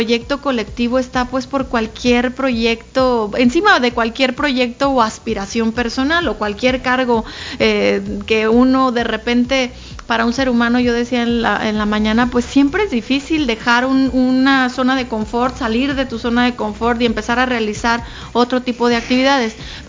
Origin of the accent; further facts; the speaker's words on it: Mexico; lo que hemos avanzado como mexicanas y mexicanos